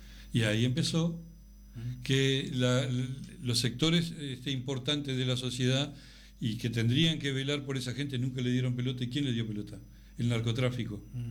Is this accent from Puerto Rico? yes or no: no; Artigas, Uruguay; Yo soy de Artigas, viajo prácticamente toda la semana